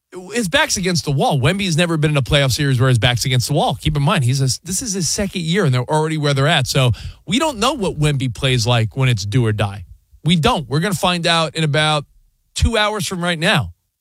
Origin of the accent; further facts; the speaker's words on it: East Coast, United States; We're big … fans. We're from the East Coast.